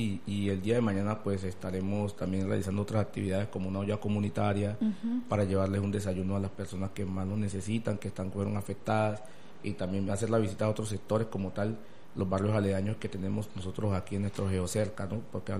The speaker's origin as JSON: {"language": "Spanish", "town": "Buenaventura", "region": "Valle del Cauca", "country": "Colombia"}